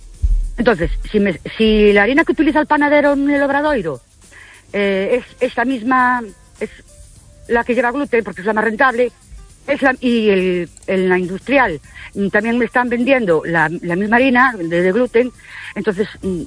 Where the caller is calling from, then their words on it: Ourense, Galicia, Spain; de Urense.